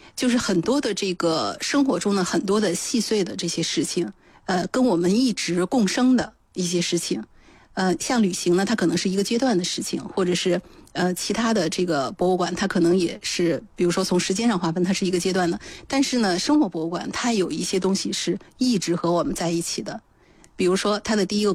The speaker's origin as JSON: {"language": "Chinese", "country": "China", "said": "这也是我觉得作为中国人的一种福利吧"}